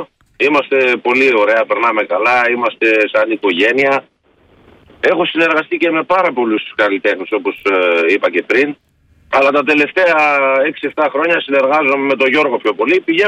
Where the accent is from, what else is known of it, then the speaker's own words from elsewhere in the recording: Kilkis, Central Macedonia, Greece; εγώ είμαι από τον Κιλκής